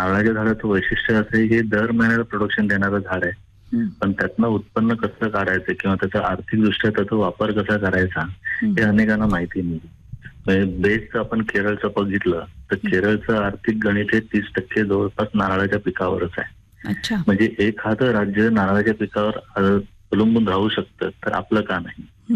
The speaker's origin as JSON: {"language": "Marathi", "town": "Mumbai", "region": "Maharashtra", "country": "India", "said": "मुळात मी मुंबईचाच आहे. 2011 मुंबईत करून गावाकडे आलेलो आहे."}